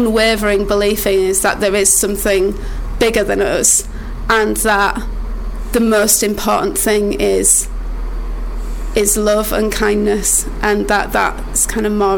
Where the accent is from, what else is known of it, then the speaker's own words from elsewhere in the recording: Wakefield, Yorkshire and the Humber, United Kingdom; born there; also born or lived in Bradford; Oh, I was born in West Yorkshire, not Bradford though. I was born in Wakefield.